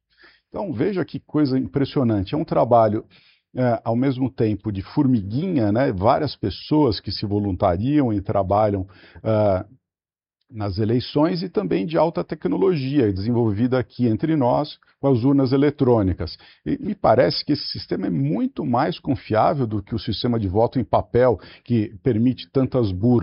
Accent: Brazil; nós temos que nos orgulhar como brasileiros

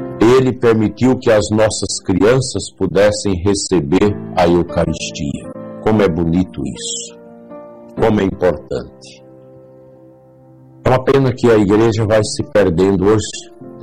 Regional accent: Alto Horizonte, Goiás, Brazil; Lá na Capela São Sebastião de Alto Horizonte, onde eu cresci

